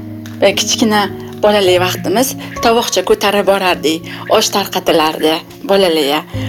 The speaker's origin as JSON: {"language": "Uzbek", "region": "Kashkadarya Region", "country": "Uzbekistan", "tie": "born or raised there", "said": "Qashqadaryoda ikki qozon osh bo'lardi bolaligimizda."}